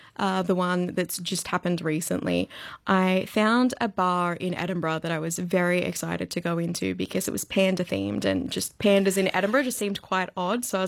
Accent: Newcastle, New South Wales, Australia; I'm actually from Newey.

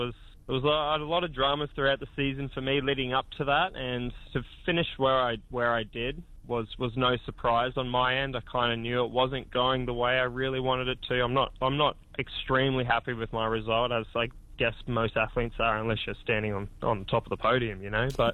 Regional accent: Townsville, Queensland, Australia; born and bred in Townsville, it's quite the shock

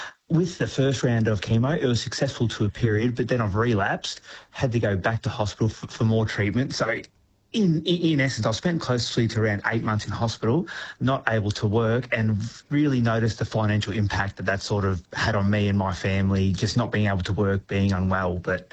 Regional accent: Moe, Victoria, Australia; Because I come from Moi, I couldn't access care locally, so I had to travel down to Clayton.

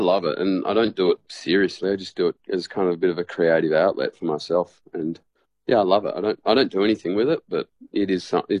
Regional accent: Australia; I've lived on Cocos for 3 years now, and I grew up on Cocos as a kid as well.

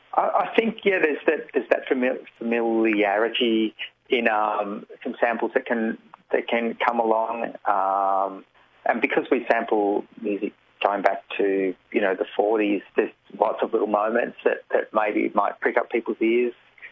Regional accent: Werribee, Victoria, Australia; I grew up in Werribee in Melbourne's West, and so we moved up there when I started high school. So I was up there for my high school years.

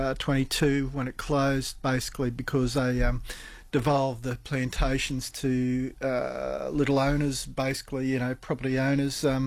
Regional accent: Townsville, Queensland, Australia; moved away as an adult; now in Mackay, Australia; when I was growing up in Townsville, I wanted to own a pub and also live in the cane fields and come to Mackay, but I'm living behind the cane fields

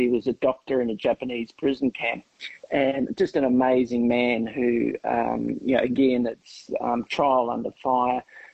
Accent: New Zealand; now in Australia; I came over from New Zealand, met a girl, ended up staying, and I thought, well, I've got to find out a bit about the history.

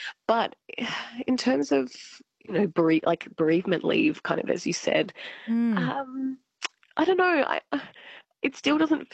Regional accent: Albury, New South Wales, Australia; In Albury Wodonga, so I'm

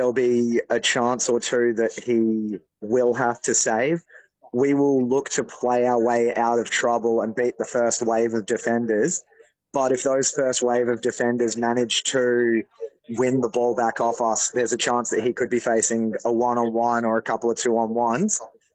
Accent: Australia; I'm always wearing a Socceroos jersey or something vaguely Australian related to really show where we are, that the Aussies and the Socceroos fans are out in force

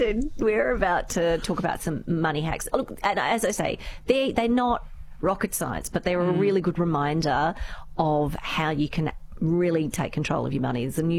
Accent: Sydney, New South Wales, Australia; Well, the South Australian oysters, I grew up in Sydney. It was always the Sydney rock oysters.

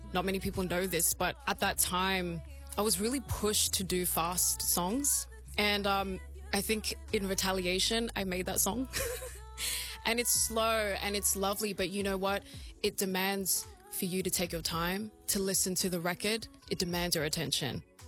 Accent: Melbourne, Victoria, Australia; because I'm from here, you know, like I'm from Melbourne. I grew up Northside.

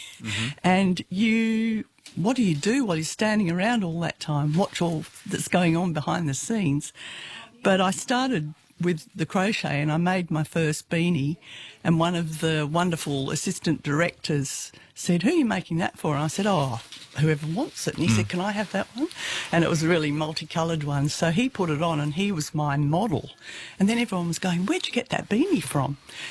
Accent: Jersey; also born or lived in Fremantle, Australia; now in Australia; no, I'm from Jersey originally in the Channel Islands.

